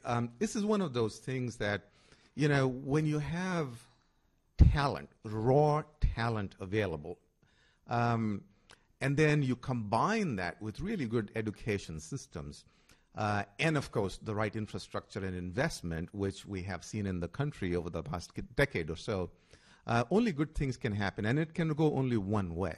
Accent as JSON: {"language": "English", "country": "India", "tie": "born or raised there", "said": "Well, you know, growing up in India and, you know, being there in the early days of technology"}